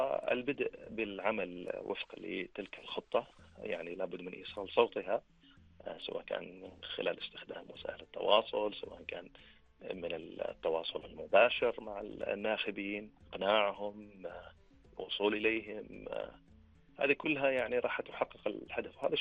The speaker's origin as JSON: {"language": "Arabic", "country": "Oman", "said": "نحن كمجتمع عماني"}